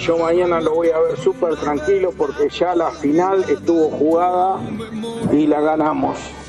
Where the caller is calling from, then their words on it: Luján, Buenos Aires Province, Argentina; de Luján.